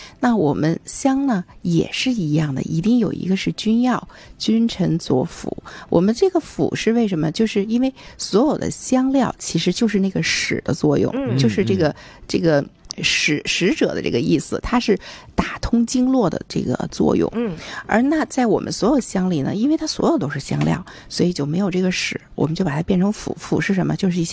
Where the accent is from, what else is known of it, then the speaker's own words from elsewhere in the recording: China; 它才是我们中国人所追求的